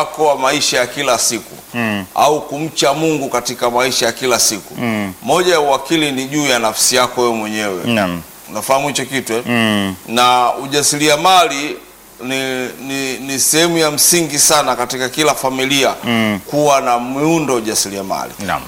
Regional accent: Sukumaland, Tanzania; kwa namna ya watoto kula na kuishi kwetu Sukumani

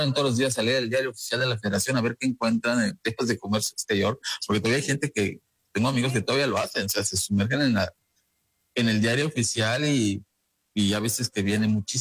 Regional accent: Mexico; los que somos ciudadanos de México

